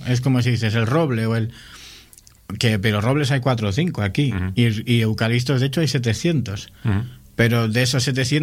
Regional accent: Galicia, Spain; Y sí, vengo de Galicia, estoy con eso y estoy con mi trabajo normal.

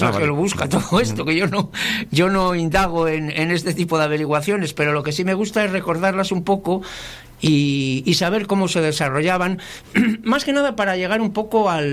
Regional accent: Laredo, Cantabria, Spain; Porque la Batalla de Flores, para los que somos de Laredo, no digo en su totalidad, pero en su gran mayoría comemos en casa.

